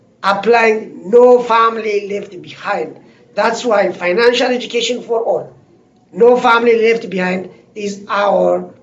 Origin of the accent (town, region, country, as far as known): Ethiopia; moved away